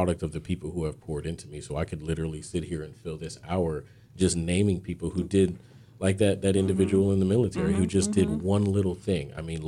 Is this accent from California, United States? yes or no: no; Florida, United States; I'm originally from Central Florida as well, so this is home. It didn't feel foreign.